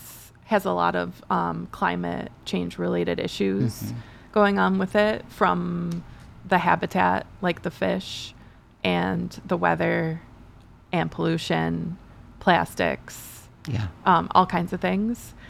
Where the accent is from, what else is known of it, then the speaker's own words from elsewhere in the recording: Buffalo, New York, United States; But I grew up in Buffalo, so it's extra cool for me to see stuff like that.